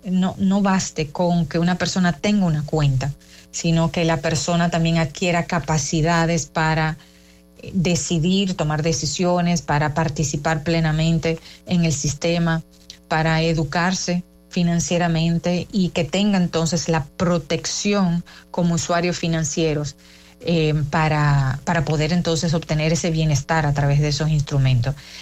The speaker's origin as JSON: {"language": "Spanish", "country": "Dominican Republic", "said": "nos caracteriza como dominicanos"}